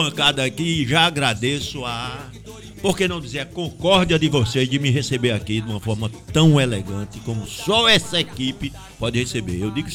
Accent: Northeast Region, Brazil; Eu sou do Nordeste

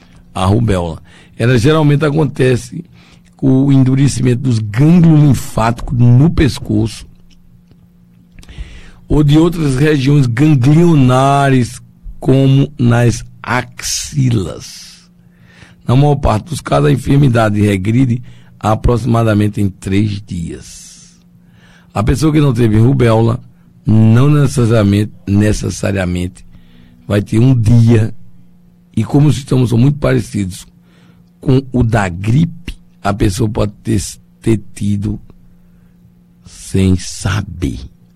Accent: Campina Grande, Paraíba, Brazil; Mandando um abraço fraterno a todos os meus amigos daqui de Campina Grande, a minha cidade natal.

